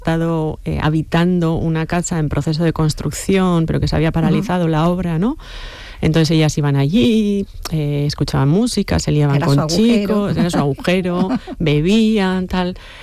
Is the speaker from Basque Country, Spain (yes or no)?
yes; Errenteria, Basque Country, Spain; Yo soy de Rentería